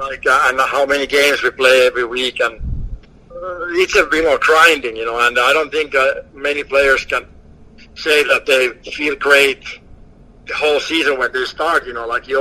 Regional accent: Finland; moved away; Growing up in Finland

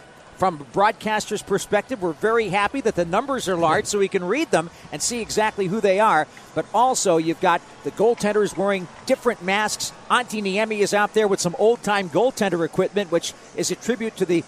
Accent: Connecticut, United States; And Brett, I grew up in Connecticut, and we had a limited hockey season on ice when the ponds froze over.

